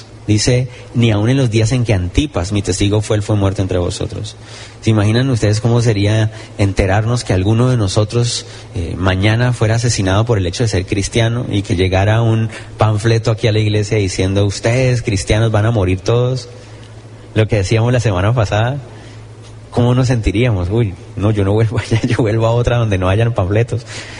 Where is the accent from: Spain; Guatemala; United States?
Guatemala; born there; Yo nací en Guatemala y amo un país también, amo Colombia también, más también.